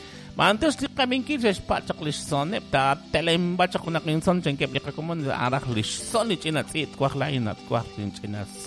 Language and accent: Spanish; Poptún, Petén, Guatemala; No soy de aquí del centro, soy de una aldea. Vengo todos los días. Yo soy de la canoa, Poctum Petén.